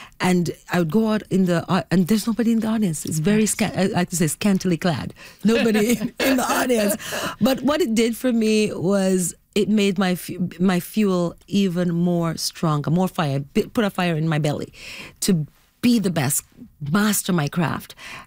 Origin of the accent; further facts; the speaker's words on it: Jamaica; Well, I was raised in Jamaica by my grandparents, who were strict Christians.